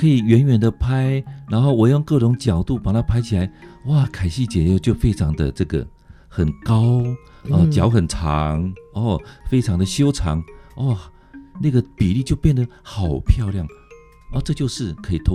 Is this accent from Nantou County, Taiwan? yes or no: yes; Zhushan, Nantou County, Taiwan; 因为我是来自于南投竹山的小孩子